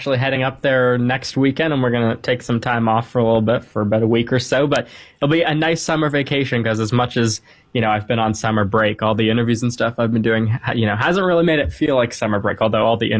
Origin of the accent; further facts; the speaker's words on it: Toronto, Ontario, Canada; moved away; I'm from Canada.